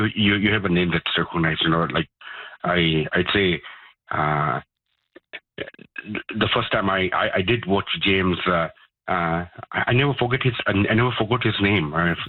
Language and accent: English; Kenya; moved away as an adult; now in Canada; Well, I'm originally from Kenya, and back in the year 2003, I was looking for an education. And one of the things New Brunswick had to offer was very agile.